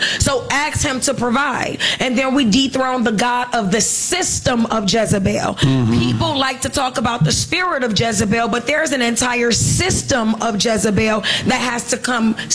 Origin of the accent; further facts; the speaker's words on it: Detroit, Michigan, United States; And I'm from Detroit. I am from the east side of Detroit